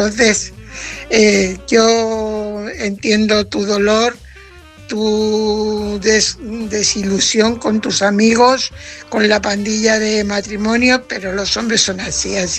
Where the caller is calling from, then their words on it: Fuenlabrada, Community of Madrid, Spain; corresponsal de Fuenlabrada.